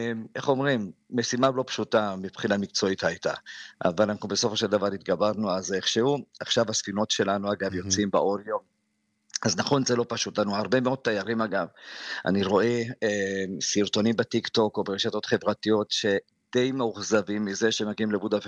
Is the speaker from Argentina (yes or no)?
no; Hungary; אני גדלתי בהונגריה